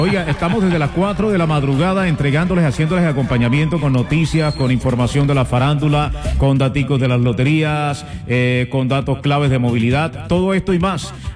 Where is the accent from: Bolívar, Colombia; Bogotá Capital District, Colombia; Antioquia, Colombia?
Bolívar, Colombia; Zipacoa; moved away; tres paisanas de mi pueblo, de Zipacoa